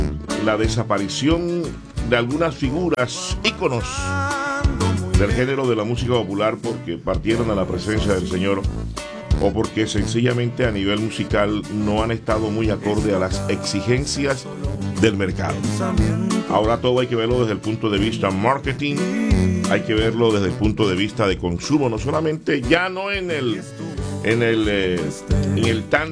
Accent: Colombia; en mi país, Colombia.

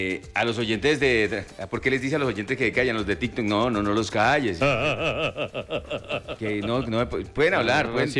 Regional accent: Colombia; Uno, como colombiano

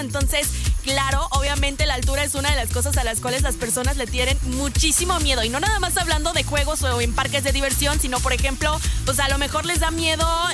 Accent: Morelos, Mexico; nosotros que somos de Morelos

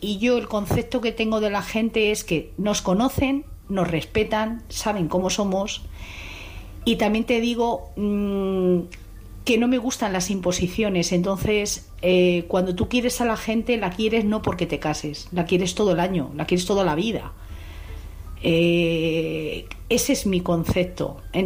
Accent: Sicily, Italy; Luego regresé a parte de mi tierra, que es Sicilia.

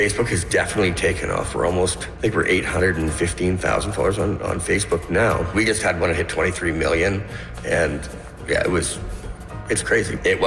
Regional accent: Canada

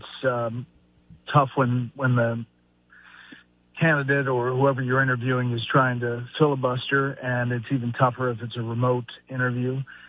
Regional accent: Atlanta, Georgia, United States; I grew up in Atlanta, so I was an Atlanta

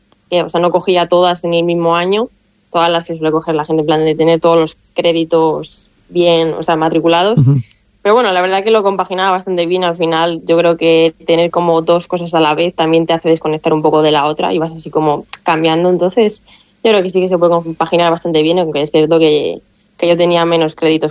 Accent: Ávila, Castile and León, Spain; moved away; Quiero estar en España, quiero estar en Ávila, porque para algo soy abulense y demás, aunque esté aquí ahora en esta etapa de mi vida.

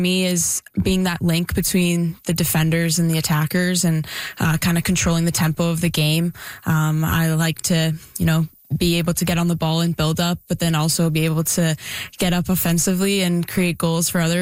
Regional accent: Ottawa, Ontario, Canada; It's been an amazing experience playing back home in front of my family and friends. And to be able to represent this city in my hometown is truly amazing.

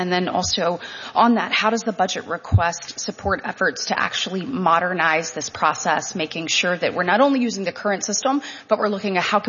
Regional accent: Montgomery, Alabama, United States; there's great work being done by the FBI and DOJ in my home state. Operation Southern Star in Montgomery has been significant. That's where I live.

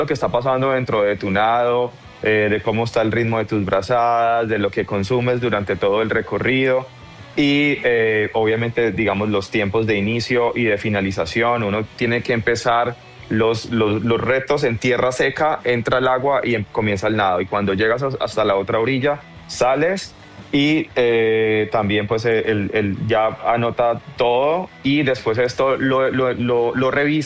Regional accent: Colombia; Bueno, en este momento yo estoy representando a Colombia, porque pues soy nadador colombiano.

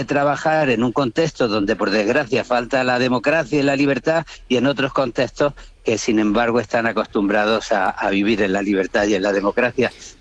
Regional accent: Granada, Andalusia, Spain; Por ejemplo, yo como andaluz y de Granada

